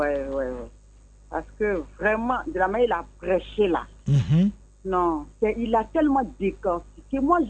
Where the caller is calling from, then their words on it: Abidjan, Côte d’Ivoire; J'appelle d'Abidjan.